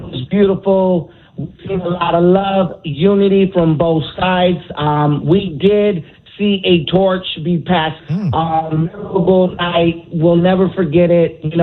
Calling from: Palm Springs, California, United States

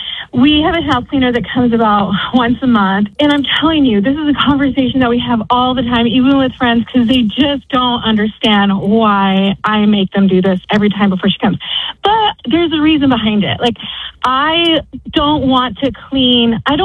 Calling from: Moore, Oklahoma, United States; I'm from Moore.

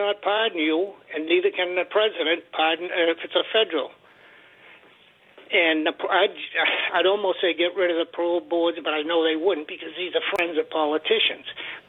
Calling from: North Shore, Massachusetts, United States; I'm on the North Shore.

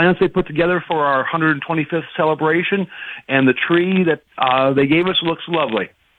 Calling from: Pollock, South Dakota, United States; Yes, this is … I'm from Pollock, South Dakota.

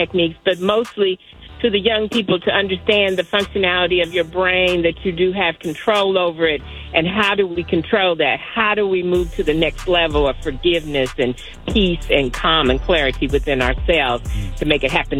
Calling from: Indianapolis, Indiana, United States; I'm calling from Indianapolis.

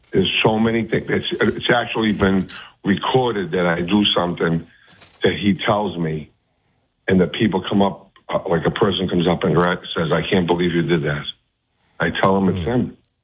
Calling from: Florida, United States; I'm from Pentagon, Florida.

